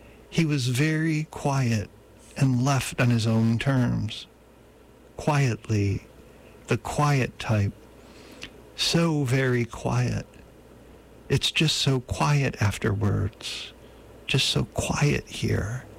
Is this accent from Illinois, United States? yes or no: no; Buffalo, New York, United States; moved away; my hometown of Buffalo, New York.